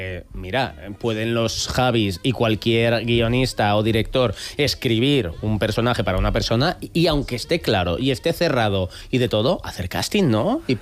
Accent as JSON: {"language": "Spanish", "town": "Vitoria", "region": "Basque Country", "country": "Spain"}